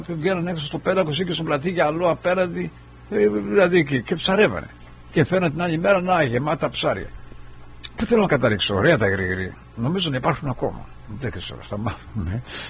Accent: Kefalonia, Ionian Islands, Greece; born there; στο νησί μου

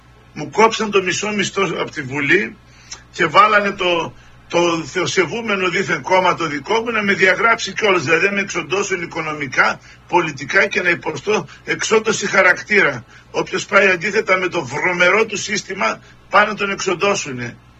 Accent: Izmir, İzmir, Turkey; Εγώ είμαι από τη Σμύρνη. Η καταγωγή μου είναι από τη Σμύρνη.

